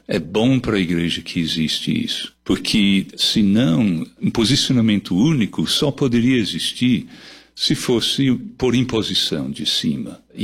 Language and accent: Portuguese; England, United Kingdom; Portuguese is a second language; now in Brazil; Eu nasci na Inglaterra, nasci e criado na Inglaterra. Eu moro no Brasil desde 1976, então 50 anos.